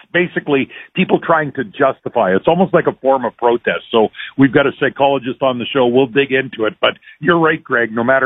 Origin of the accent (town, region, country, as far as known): Abernethy, Saskatchewan, Canada; born there